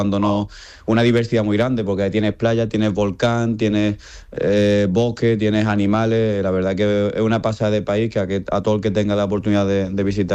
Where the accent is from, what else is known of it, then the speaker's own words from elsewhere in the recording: Málaga, Andalusia, Spain; moved away as an adult; now in Tangerang, Indonesia; yo nací en Málaga, soy malagueño, me crecí en Málaga, mi madre es malagueña, pero con 19 o 20 años, pues bueno, me surgió la posibilidad de tener la doble nacionalidad por parte de padre